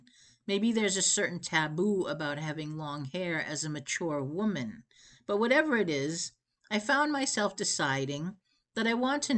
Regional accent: United States; Being Korean American, pies did not loom large in our household.

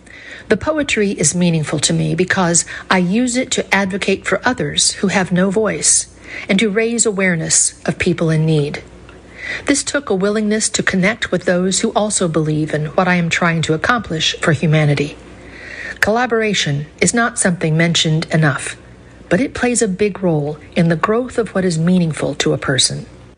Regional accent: Tennessee, United States; I graduated college in 2022, and after many job rejections in my home state of Tennessee, I decided to take a leap of faith and do a volunteer service year in Minnesota with Jesuit Volunteer Corps.

